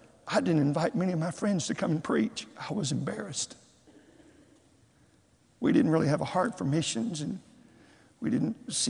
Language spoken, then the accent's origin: English; Texas, United States; I was from Texas, the Holy Land. I wanted to stay there.